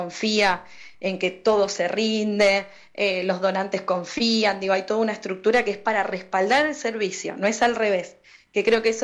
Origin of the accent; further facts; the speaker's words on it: San Nicolás de los Arroyos, Buenos Aires Province, Argentina; now in Buenos Aires, Argentina; Vengo de la ciudad de San Nicolás, no soy de acá, digamos, vivo hace mucho tiempo en Capital Federal, pero anduve mucho por la región litoral